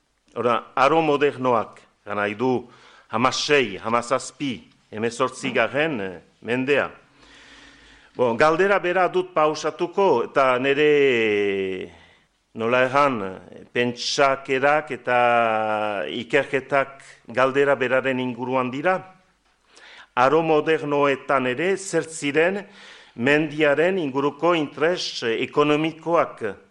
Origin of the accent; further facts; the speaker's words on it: Estérençuby, Nouvelle-Aquitaine, France; ni Estrentzubikoa naiz, eta badakit gure herrian, laborarien artean